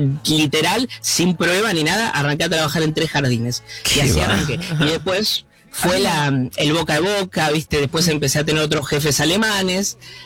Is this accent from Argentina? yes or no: yes; Argentina; moved away as an adult; now in Germany; porque somos todos de Argentina.